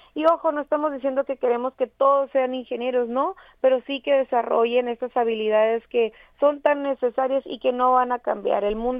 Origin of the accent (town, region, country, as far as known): Mexico